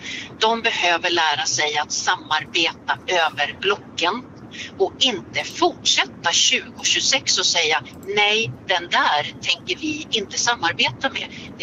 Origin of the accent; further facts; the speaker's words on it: Norrland, Sweden; Centerpartiet, jag är uppvuxen uppe i Norrland. Centerpartiet var stort back in the days uppe i Norrland.